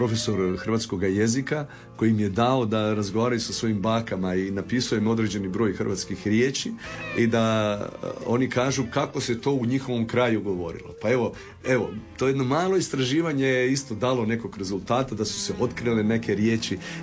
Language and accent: Croatian; Janjevo, Kosovo; moved away; Ja sam rođen u Janjevu i osnovnu školu sam završio u Janjevu.